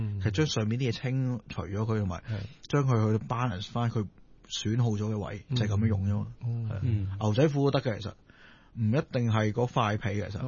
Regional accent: China; 同埋我都好即系好欣赏我哋中国人有个说话咧，身体发肤受诸父母啊

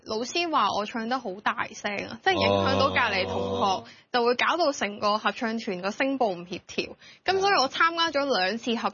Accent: Hong Kong; born there; also born or lived in Mainland China; 我喺香港出世嘅，咁跟住我幼稚園去到我小學二年級。都是在內地讀書的。

